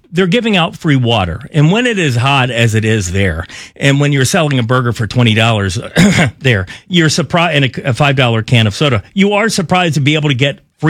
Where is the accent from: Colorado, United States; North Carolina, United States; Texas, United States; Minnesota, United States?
North Carolina, United States; And my home state of North Carolina had an issue where the state didn't want to take part